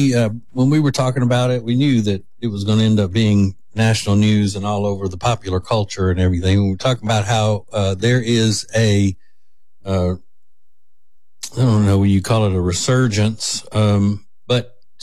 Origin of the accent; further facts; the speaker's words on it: Winnfield, Louisiana, United States; the way a lot of the people in my hometown of Winfield, Louisiana pronounce it, cigarette.